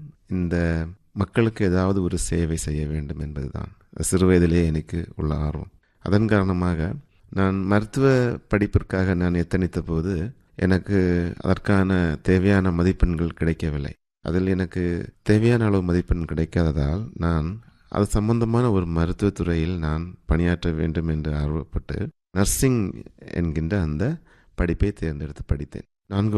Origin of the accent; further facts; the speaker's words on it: Chembanvilai, Tamil Nadu, India; moved away as an adult; also born or lived in Coimbatore / Bengaluru; நான் பிறந்தது வளர்ந்தது எல்லாமே ஒரு நல்ல பசுமையான இயற்கை எழில் கொஞ்சம் ஒரு அழகான கிராமம், செம்பன் விளை என்று சொல்வார்கள். இது பாத்தீங்கன்னா குளச்சலுக்கும் அழகிய மண்டபத்துக்கும் இடைப்பட்ட ஒரு கிராமம். நான் பிறந்து வளர்ந்ததெல்லாம் அந்த கிராமம்தான்.